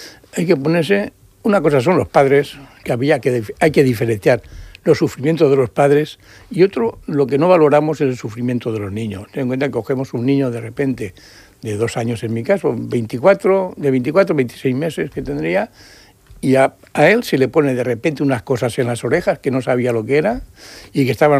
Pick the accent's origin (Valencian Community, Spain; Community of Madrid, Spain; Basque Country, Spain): Valencian Community, Spain; Valencia; born there; moved away; Yo tengo infraestructura en Valencia porque soy de Valencia. Bueno, nacido allí